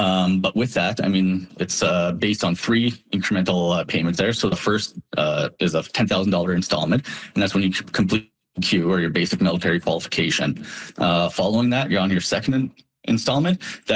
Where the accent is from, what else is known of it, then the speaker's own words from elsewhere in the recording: Regina, Saskatchewan, Canada; So I'm actually originally from Regina, and it's nice to be back home now, actually recruiting and working here in my community, letting everybody know.